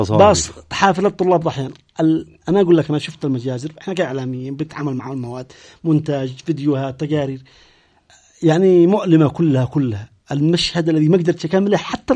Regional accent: Yemen; احنا بين اليمنيين

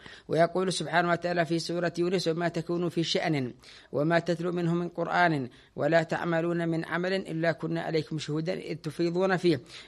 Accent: Yemen; عندنا في اليمن

